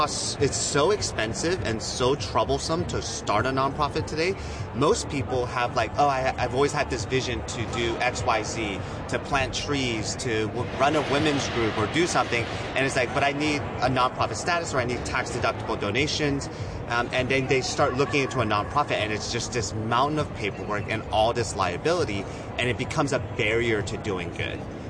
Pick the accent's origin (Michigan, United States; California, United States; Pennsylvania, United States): California, United States; born or raised there; now in New York City, United States